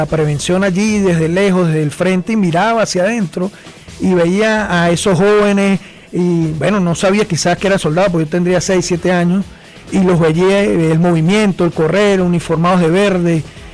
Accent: San Cristóbal, Táchira, Venezuela; yo soy de San Cristóbal, Táchira.

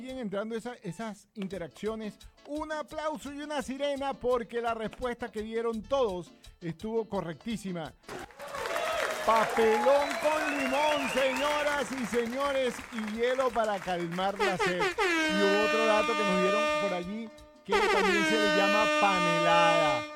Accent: Venezuela

